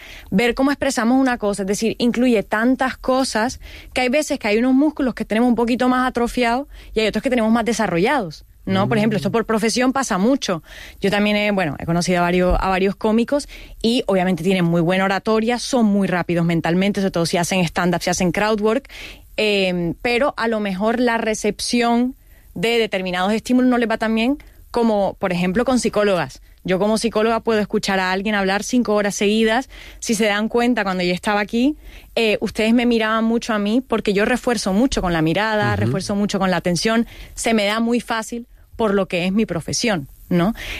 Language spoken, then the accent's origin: Spanish; Caribbean coast, Colombia; Yo vengo de la Andalucía de Colombia, ¿vale? De la costa del Caribe colombiano.